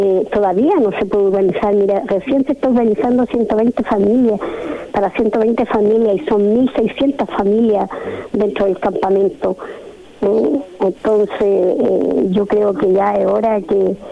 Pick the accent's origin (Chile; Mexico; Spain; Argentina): Chile; Viña del Mar, Valparaíso; somos de Viña. Nosotros estamos acá en Viña